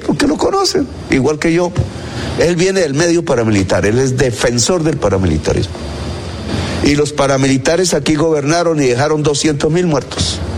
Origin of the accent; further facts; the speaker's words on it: Córdoba, Colombia; Y en el lenguaje de estas personas, de donde provienen, porque yo soy de Córdoba, hijo de campesinos y medianos propietarios, él es terrateniente.